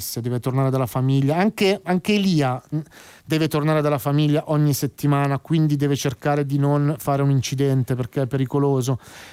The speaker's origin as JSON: {"language": "Italian", "area": "Brianza", "region": "Lombardy", "country": "Italy", "tie": "born or raised there", "said": "noi da ragazzini in Lombardia, in Brianza"}